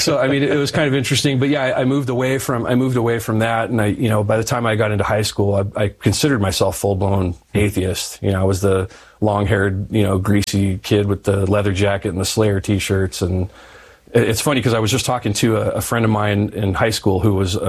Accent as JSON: {"language": "English", "region": "California", "country": "United States", "tie": "born or raised there", "said": "I grew up in the San Bernardino Mountains in Southern California, and I'd moved to San Diego and I was working as a bar manager there."}